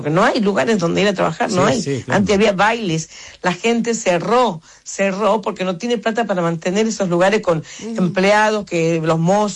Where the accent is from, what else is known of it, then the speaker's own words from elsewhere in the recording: Tucumán, Argentina; also born or lived in Buenos Aires; Yo soy de Tucumán y vivo allá también. Vivo acá y en Buenos Aires y en Tucumán.